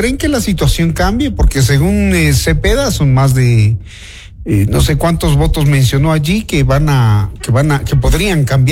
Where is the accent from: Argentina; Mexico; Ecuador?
Ecuador; nosotros como ecuatorianos